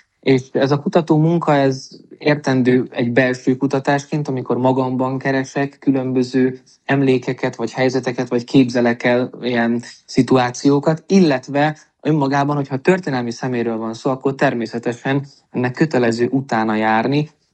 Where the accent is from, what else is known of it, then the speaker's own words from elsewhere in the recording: Hungary; magyarok vagyunk